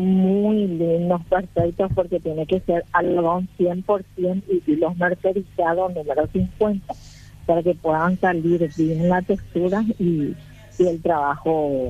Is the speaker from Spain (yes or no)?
no; Piribebuy, Cordillera, Paraguay; Soy de la ciudad de Piribebuy.